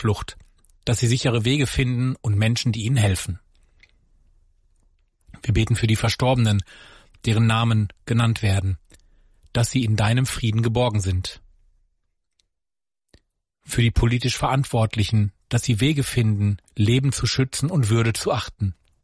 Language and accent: German; Recklinghausen, North Rhine-Westphalia, Germany; Und genau deswegen gibt es morgen einen eindringlichen Impuls in meiner Heimatstadt.